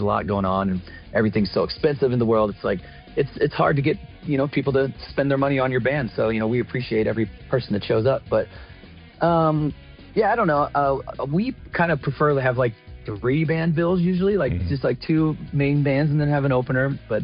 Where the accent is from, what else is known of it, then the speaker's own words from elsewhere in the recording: St. Louis, Missouri, United States; we're all from St. Louis and we grew up together skateboarding